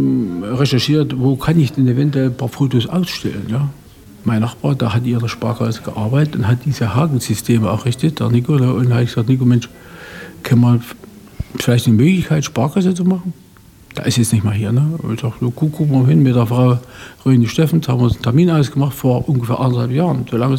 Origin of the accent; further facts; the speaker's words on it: Großkochberg, Thuringia, Germany; Ich bin in Großkochberg auf dem Bauernhof aufgewachsen.